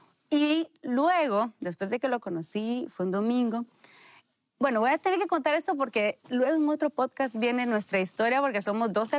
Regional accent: Honduras; Recuerden que yo soy de Honduras, vivo pues lejos de Guatemala, aunque están a la par, está lejos.

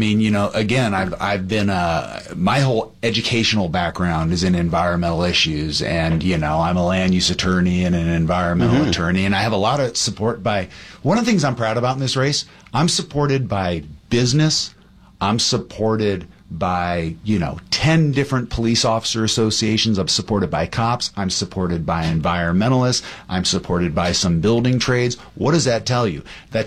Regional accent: Diamond Bar, California, United States; now in Venice Beach, United States; I grew up in the San Gabriel Valley in Walnut Diamond Bar. Wow, okay. I'm Diamond Bar class of 92.

